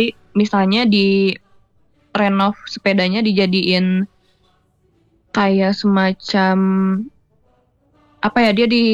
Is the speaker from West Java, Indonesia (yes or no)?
yes; Cimahi, West Java, Indonesia; Saya dari kota Cimahi Kak.